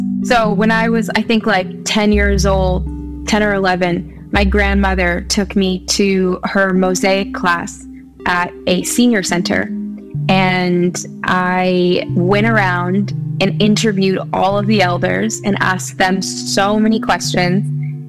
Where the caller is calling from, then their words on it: New York, United States; I am calling in from the Catskill Mountains, upstate New York.